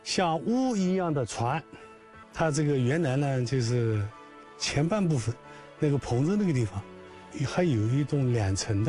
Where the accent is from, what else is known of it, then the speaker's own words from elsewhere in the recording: Anhui, China; 这我们当地土话叫这个洋船